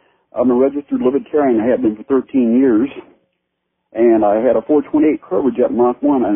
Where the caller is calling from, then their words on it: Tucson, Arizona, United States; I'm calling from Tucson.